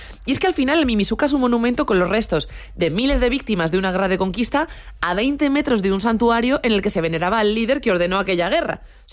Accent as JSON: {"language": "Spanish", "town": "Madrid", "region": "Community of Madrid", "country": "Spain", "said": "a mí, Guillermo, pues que somos de Aluche, esto nos pilla un poco lejos"}